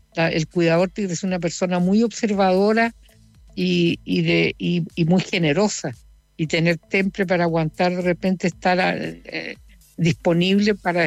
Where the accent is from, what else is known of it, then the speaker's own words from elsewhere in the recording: Chile; los chilenos